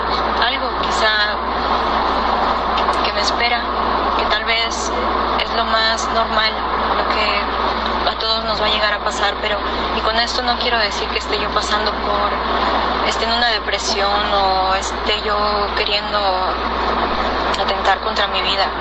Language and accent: Spanish; Mexico City, Mexico; now in Texas, United States; Del estado de Texas, pero soy originaria de la Ciudad de México.